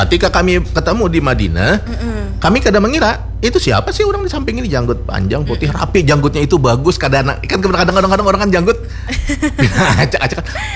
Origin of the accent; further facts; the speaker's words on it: South Kalimantan, Indonesia; Kami dari Kalimantan Selatan.